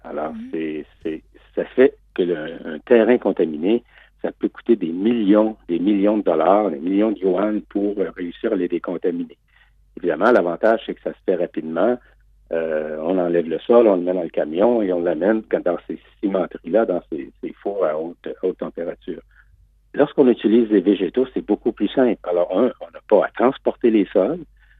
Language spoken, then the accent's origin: French; Canada; pour nous qui avons la chance de voyager, d'aller souvent en Chine quand on est Canadien